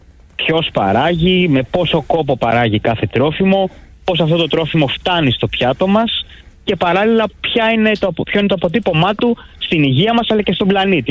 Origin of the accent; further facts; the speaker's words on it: Central Greece, Greece; είμαι από την Εύβοια, είναι λίγο παραπλανητικό το επώνυμο.